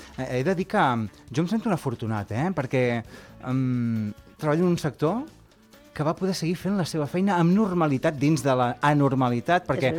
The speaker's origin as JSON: {"language": "Catalan", "town": "Gironella", "region": "Catalonia", "country": "Spain", "said": "al meu poble, que és Gironella"}